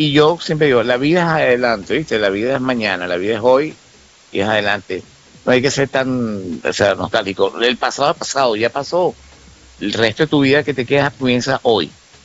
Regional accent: Caracas, Capital District, Venezuela; now in La Guaira, Venezuela; yo no soy de La Guaira, ¿no? Yo soy de Caracas, pero tenía el apartamento desde hace 35 años

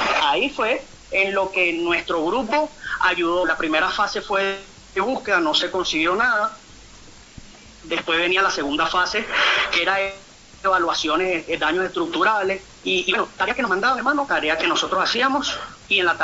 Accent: Guatire, Miranda, Venezuela; moved away as an adult; also born or lived in Zamora, Venezuela; now in Medellín, Colombia; como guatireño al fin

